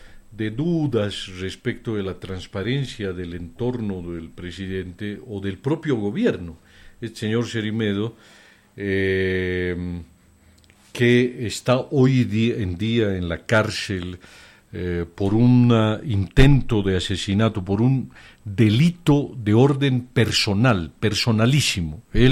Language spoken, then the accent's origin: Spanish; Bolivia; los bolivianos somos empeñosos, trabajadores